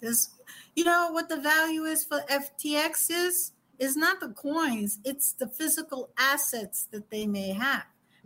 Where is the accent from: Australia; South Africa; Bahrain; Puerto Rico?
Puerto Rico; I'm not from Costa Rica. I'm from Puerto Rico.